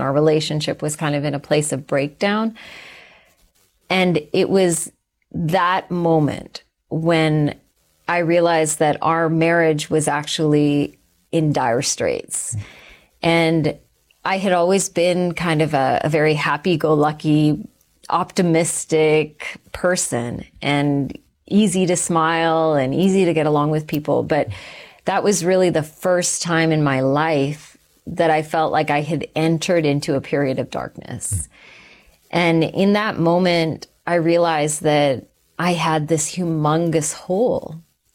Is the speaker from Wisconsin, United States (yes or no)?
no; Texas, United States; also born or lived in Calgary, Canada / Sri Lanka; So I was born in Canada. I was born in Calgary, and then my family shifted to the States. So I grew up in Texas for a while